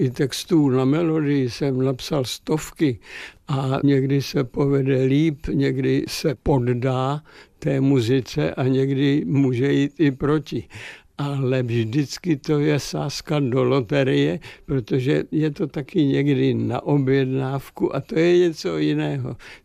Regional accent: Opočno, Hradec Králové Region, Czechia; also born or lived in Pohoří; v Pohoří, ale v Opočně jsem od věku 6 neděl. Takže jsem vyrostl v Opočně a považuji se za Opočeňáka, i když rodák jsem jinde.

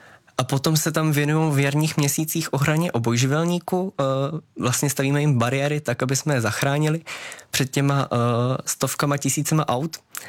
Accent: Královec, Hradec Králové Region, Czechia; born there; jsem se narodil v Královci, tak a nemám vůbec v plánu někam odejít

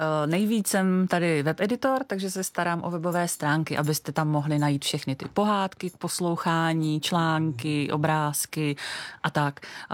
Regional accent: Prague, Czechia; Já jsem byla Pražák. Já jsem opravdu jako kačka ze sídliště, z paneláku a bydleli jsme hned naproti škole, takže na Lehovci. Zní to tak pěkně. A je to u Černého mostu.

